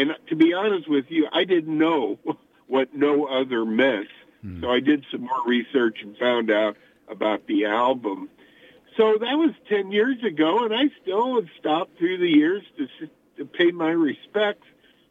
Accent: Glendale, Missouri, United States; I grew up in Glendale, which is between Webster and Kirkwood

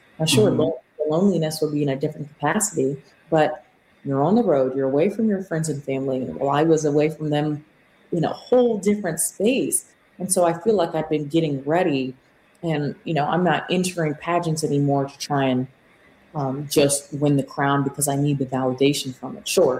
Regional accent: South Carolina, United States; I'm from South Carolina.

